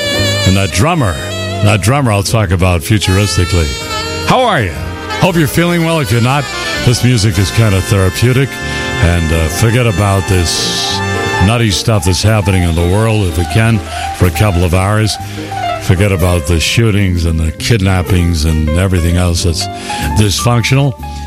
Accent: Boston, Massachusetts, United States; When I was growing up in Boston

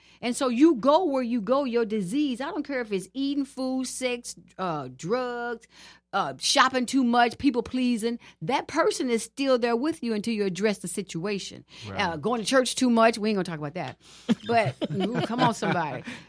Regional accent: St. Louis, Missouri, United States; moved away as an adult; now in Houston, United States; I'm from Houston. Originally from St. Louis, of course, but mm-hmm. I've been in Houston now, goodness, I am 56, probably about, about, 25, 30 years?

